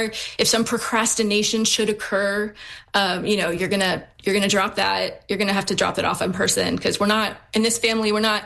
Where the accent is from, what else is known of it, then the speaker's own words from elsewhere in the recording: Texas, United States; moved away; as a Texan myself. I mean, not currently, but as a, you know, I consider myself Texan still.